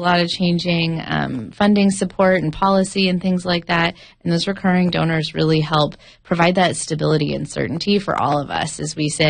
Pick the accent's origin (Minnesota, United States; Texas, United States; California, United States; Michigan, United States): California, United States; I grew up in Slo County, so I got to actually show up at the fair. So did my mom.